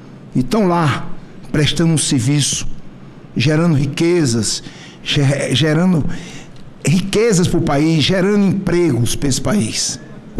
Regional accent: Paraíba, Brazil

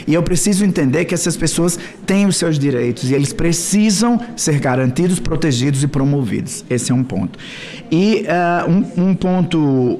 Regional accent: Northeast Region, Brazil; accent: Northeastern; sou nordestino com muito orgulho, né? Dá para perceber pelo sotaque

